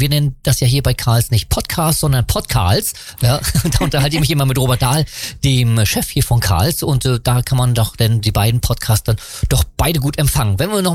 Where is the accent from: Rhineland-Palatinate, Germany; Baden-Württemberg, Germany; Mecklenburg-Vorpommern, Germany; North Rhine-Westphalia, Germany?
Mecklenburg-Vorpommern, Germany; Barth; Ja, ich komme eher so aus der Barte-Ecke, da sind wir dann immer eher in Barth gestartet, sind dann nach Zingst gefahren